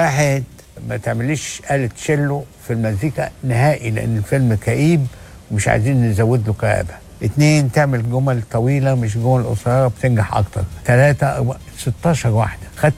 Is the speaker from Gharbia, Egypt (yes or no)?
yes; Tanta, Gharbia, Egypt; moved away; أنا جاي من طنطا